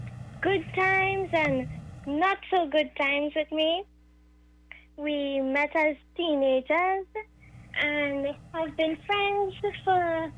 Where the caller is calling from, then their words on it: Tunapuna, Tunapuna-Piarco, Trinidad & Tobago